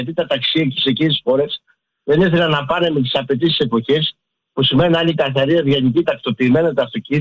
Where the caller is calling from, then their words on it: Munich, Bavaria, Germany; είμαι από Μόναχο.